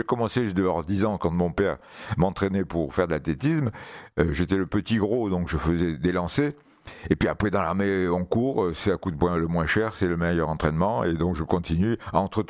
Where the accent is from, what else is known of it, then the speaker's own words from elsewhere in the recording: Algeria; now in France; quand je suis rentré d'Algérie en 62, je suis redevenu militaire. J'ai donc quitté tout à fait le milieu pied noir.